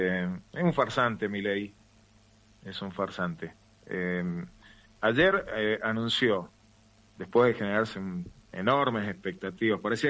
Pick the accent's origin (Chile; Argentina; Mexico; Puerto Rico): Argentina; me duele como argentino